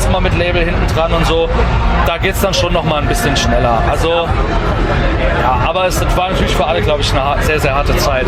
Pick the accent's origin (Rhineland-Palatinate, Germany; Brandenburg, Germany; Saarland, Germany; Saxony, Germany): Saarland, Germany; Also wir sind ja aus dem Saarland und im Saarland gibt es, glaube ich, eine Stadt, die jeder kennt, ist Saarbrücken.